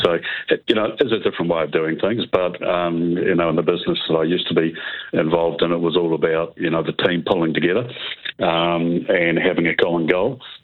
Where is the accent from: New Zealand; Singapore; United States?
New Zealand; Westport, West Coast; moved away as an adult; also born or lived in Christchurch; Well, number one, it's my hometown, so this is where I was born. I didn't leave Westport until I was in my 30s, even though I was coming back on a regular basis then. It's not quite the same as living here. I was living in Christchurch for 32 years.